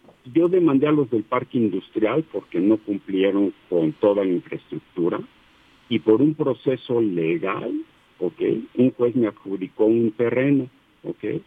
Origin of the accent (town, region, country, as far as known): Mexico